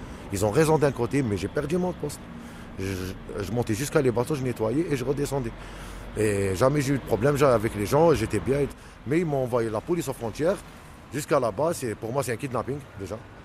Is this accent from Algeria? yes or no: yes; Algeria; French is a second language; moved away as an adult; now in France; je suis algérien